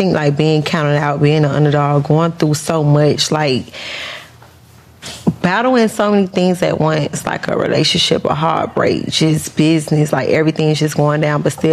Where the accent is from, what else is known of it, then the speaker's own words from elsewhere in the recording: Opa-locka, Florida, United States; I was born and raised in Opa-locka.